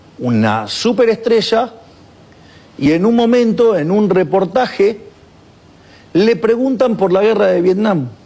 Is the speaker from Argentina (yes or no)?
yes; Argentina